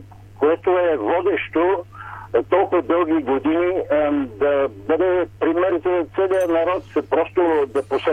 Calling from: Sofia, Sofia City, Bulgaria; От София съм важен … София, през журналист съм отдавна.

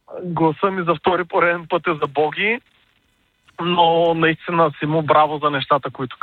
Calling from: Varna, Varna Province, Bulgaria; съм от Варна.

